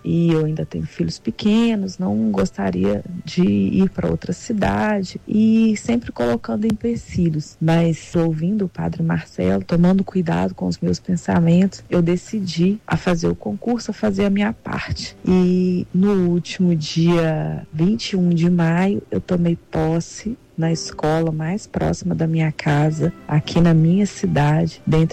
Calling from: Ubá, Minas Gerais, Brazil; sou da cidade de Ubá, Minas Gerais.

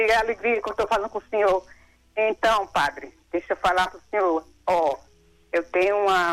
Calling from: Sonora, Mato Grosso do Sul, Brazil; Mato Grosso do Sul, Sonora, padre.

